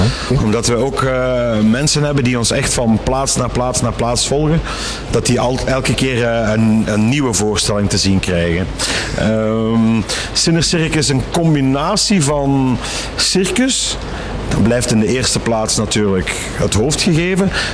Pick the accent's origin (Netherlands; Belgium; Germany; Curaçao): Belgium; Halen, Flanders; Daar zijn we vorig jaar in december mee gestart met de eerste editie. Dat was in mijn thuisstad Halen.